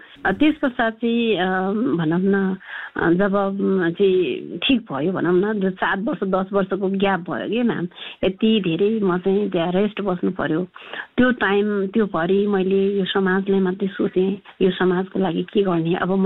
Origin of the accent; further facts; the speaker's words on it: Gundu, Bagmati, Nepal; म जन्मेको चाहिँ भक्तपुरको गुन्डु, अहिले फेमस नै छ गुन्डु भन्ने ठाउँ।